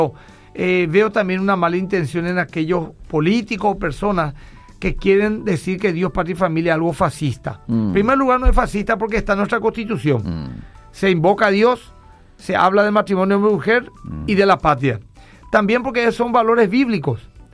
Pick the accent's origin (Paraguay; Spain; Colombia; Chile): Paraguay